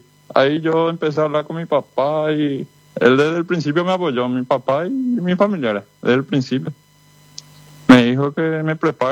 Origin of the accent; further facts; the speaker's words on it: Arroyito, Concepción, Paraguay; moved away; Mi ciudad donde yo nací, Arroyito.